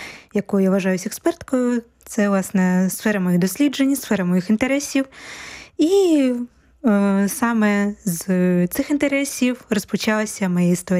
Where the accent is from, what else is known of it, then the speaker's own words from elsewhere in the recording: Kharkiv, Kharkiv Oblast, Ukraine; now in Poland; Я з міста Харкова. Власне, я народилася у Харкові і жила багато років в місті Харків. Але вже коли приїхала до Польщі